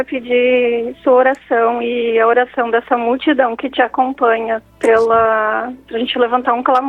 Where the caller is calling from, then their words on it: Foz do Iguaçu, Paraná, Brazil; Eu falo de Foz do Iguaçu, no Paraná.